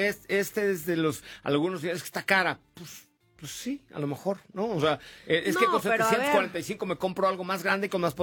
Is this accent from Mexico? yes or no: yes; Mexico City, Mexico; born there